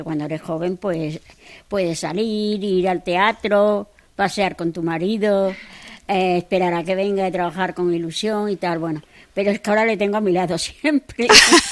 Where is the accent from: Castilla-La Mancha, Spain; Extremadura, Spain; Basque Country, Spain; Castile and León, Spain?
Extremadura, Spain; Arroyomolinos; moved away as an adult; also born or lived in Móstoles; now in Torremenga, Spain; Yo vivía en Torremenga, aunque yo soy de Arroyomolinos, me hice una casa en Torremenga y vivo ahí, viví ahí.